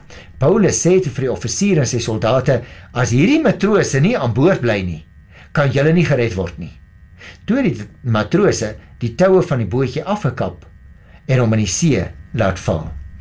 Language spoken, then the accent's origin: Afrikaans; Paarl, Western Cape, South Africa; ek kom daarom van die Perl af, so ek verstaan so ietsie van die see